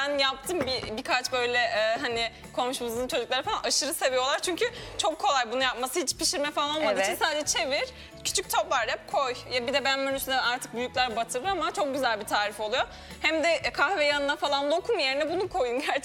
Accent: Amasya, Turkey; also born or lived in Samsun; Normalde evet. Samsunluyum. Amasya'da büyüdüm. Annem babam öğretmen olduğu için biraz gezdik biz o ara. Amasya'da büyüdüm, Kocaeli'de okudum işte.

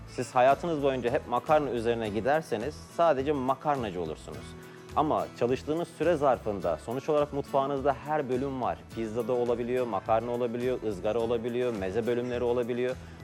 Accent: Tokat, Turkey; moved away as an adult; now in Istanbul, Turkey; aslen Tokatlıyım. 2007 yılında İstanbul'a bu mesleği yapmak adına geldim.

